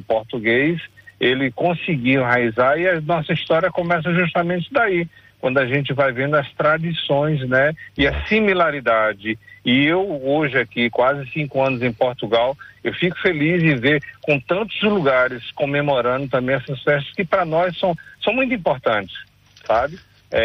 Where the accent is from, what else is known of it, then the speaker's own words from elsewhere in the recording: Salvador, Bahia, Brazil; born there; moved away; also born or lived in Santo Antônio de Jesus; Eu sou nascido em Salvador, na capital.